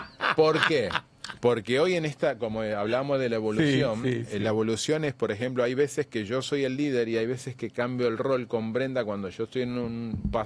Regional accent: Argentina; now in Puerto Rico; soy cocolo argentino acá en Puerto Rico

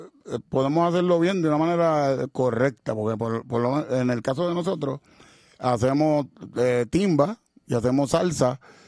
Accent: Puerto Rico; nuestra cultura puertorriqueña.

